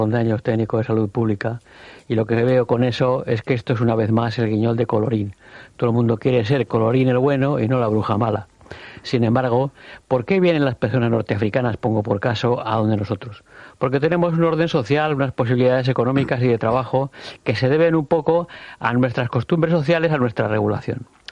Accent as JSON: {"language": "Spanish", "town": "San Sebastián", "region": "Basque Country", "country": "Spain", "tie": "born or raised there", "said": "yo he nacido y vivido en esas zonas, sin embargo vivo en Amara."}